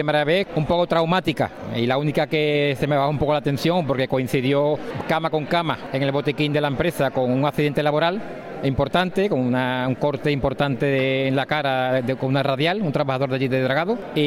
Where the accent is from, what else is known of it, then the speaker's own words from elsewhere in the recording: Spain; los dos somos españoles